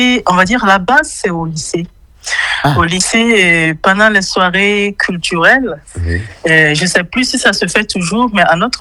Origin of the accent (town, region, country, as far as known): Burkina Faso; now in Berlin, Germany